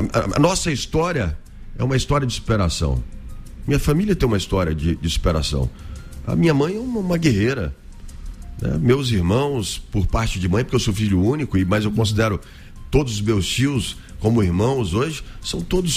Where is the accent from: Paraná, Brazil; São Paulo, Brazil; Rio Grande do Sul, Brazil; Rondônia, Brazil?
Rondônia, Brazil; Eu sou nascido em 1983 e chego em Rondônia em 1984.